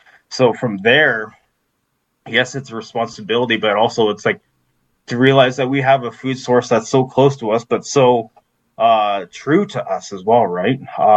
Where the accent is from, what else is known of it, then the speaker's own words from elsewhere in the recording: Alderville, Ontario, Canada; I mean, growing up in Alderville, my aunts and my uncles and my extended family, they were always harvesting wild rice, right?